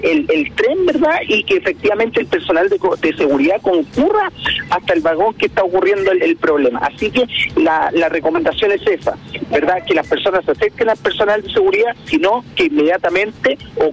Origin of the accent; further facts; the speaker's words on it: Viña del Mar, Valparaíso, Chile; porque yo soy de la Quinta Región, soy de Viña del Mar, vi lo que ocurrió.